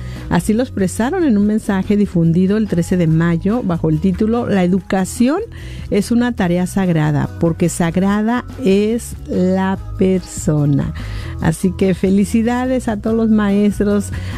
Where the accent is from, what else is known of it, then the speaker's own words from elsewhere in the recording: Guadalajara, Jalisco, Mexico; born there; yo nací en San Isidro, ahí en Guadalajara, Jalisco.